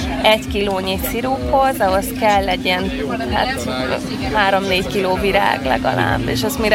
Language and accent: Hungarian; Kács, Borsod-Abaúj-Zemplén, Hungary; born there; moved away; Hát nagymamámű Kácsi, én itt születtem egyébként Kácson.